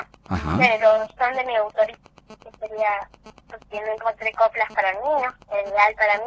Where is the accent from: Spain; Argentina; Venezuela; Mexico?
Argentina; Abrapampa, Jujuy; born there; also born or lived in La Quiaca, Argentina; nací en La Quiaca, pero yo vivo acá en Abrapampa, en Argentina, que me gusta más y me representa como abrapampeña.